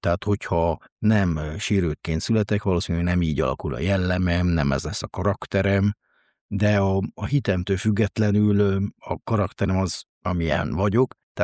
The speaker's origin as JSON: {"language": "Hungarian", "region": "Székely Land", "country": "Romania", "tie": "born or raised there", "said": "A rendtartó székelyfaluba születtem, ebből adódóan a magamba szívtam a környezetből a hitet"}